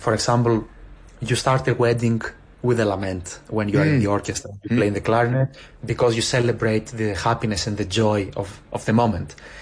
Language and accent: English; Ioannina, Epirus, Greece; Ioannina is my city. It's the capital of Epirus.